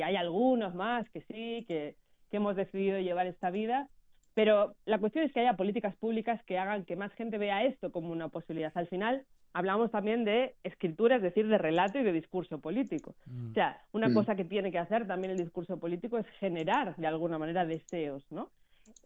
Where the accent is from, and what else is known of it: Spain; moved away; also born or lived in Buenos Aires, Argentina